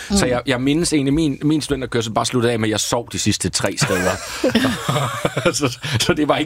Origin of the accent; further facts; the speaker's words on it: Toftlund, Region of Southern Denmark, Denmark; Min hjemby.